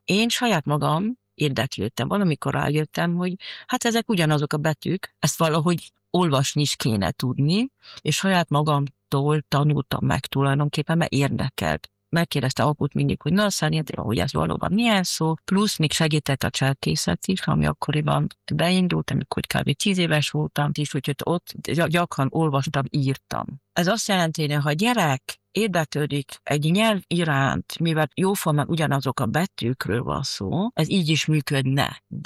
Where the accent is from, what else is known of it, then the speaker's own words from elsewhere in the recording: Graz, Styria, Austria; Én itt nőttem fel Grazban, itt jártam iskolában, és akkor nem volt még ilyen első nyelvű oktatás Grazban.